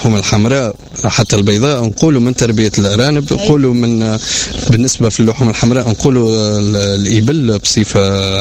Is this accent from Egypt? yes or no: no; Tunisia; عندنا في تونس